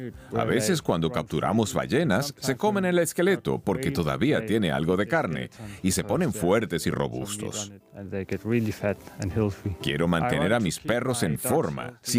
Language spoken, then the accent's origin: Spanish; Sisimiut, Greenland; Este año se celebra aquí en mi ciudad natal, Sisimiu